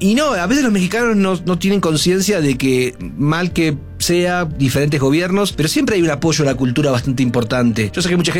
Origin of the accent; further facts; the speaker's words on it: Argentina; como en Argentina muchos somos, como en mi caso, hijos o nietos de europeos, de italianos, mi padre era italiano